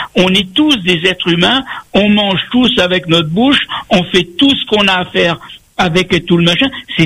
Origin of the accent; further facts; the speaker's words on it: Madagascar; also born or lived in Palmiste Rouge, Réunion; now in Réunion; Je suis un créole né à Palmiste Rouge, et puis j'ai grandi là-bas à Madagascar, à la Sakaye.